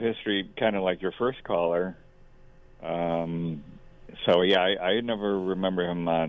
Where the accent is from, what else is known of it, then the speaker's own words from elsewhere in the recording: Chicago, Illinois, United States; I grew up in Chicago.